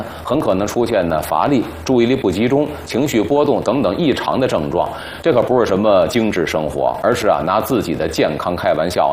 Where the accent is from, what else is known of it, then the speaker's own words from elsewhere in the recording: China; 从古到今咱们中国人哪一个不是从小吃着米饭馒头长大的？